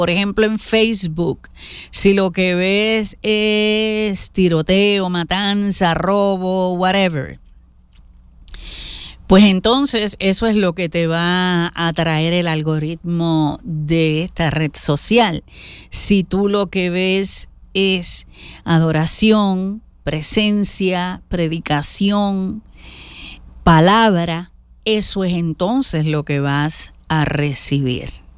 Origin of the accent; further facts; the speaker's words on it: Puerto Rico; mi tierra de Puerto Rico